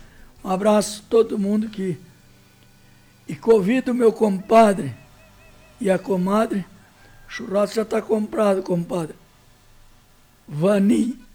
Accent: Brazil; moved away; lá do Rio Gavião, onde eu me criei

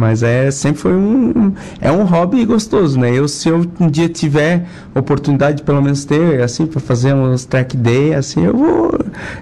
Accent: Criciúma, Santa Catarina, Brazil; Mas eu sou filho único, nascido e criado em Criciúma, Santa Catarina, cercado por comerciantes, né?

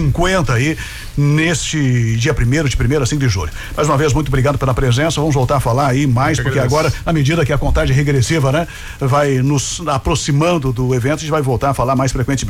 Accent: Rio Grande do Sul, Brazil; now in Jaraguá do Sul, Brazil; Eu não estava aqui lá em 1976, sou gaúcho.

